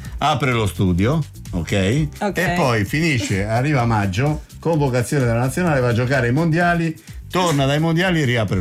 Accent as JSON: {"language": "Italian", "region": "Liguria", "country": "Italy"}